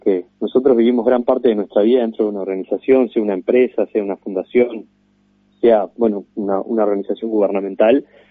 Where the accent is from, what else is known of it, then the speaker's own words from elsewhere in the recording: Tacuarembó, Uruguay; del interior vengo, soy de Tacuarembó